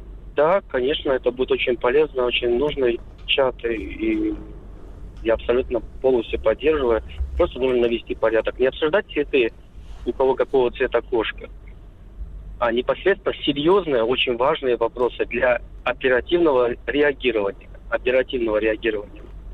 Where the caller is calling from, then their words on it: Murom, Vladimir Oblast, Russia; я из Мурома.